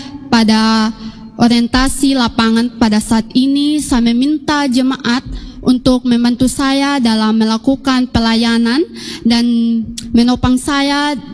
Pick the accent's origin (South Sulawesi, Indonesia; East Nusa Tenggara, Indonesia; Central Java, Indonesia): East Nusa Tenggara, Indonesia; Saya asal dari WK Bubak.